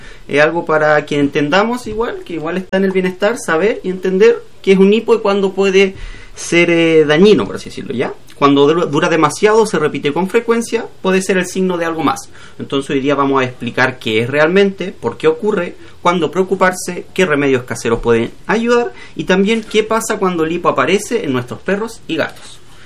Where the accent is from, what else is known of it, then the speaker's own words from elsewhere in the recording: Maullín, Los Lagos, Chile; harta gente de Maullín lo conocía de mi pueblo.